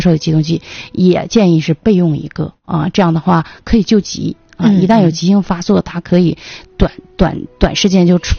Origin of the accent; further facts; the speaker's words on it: China; 所以说我们中国人很多都说哎呀带激素不用，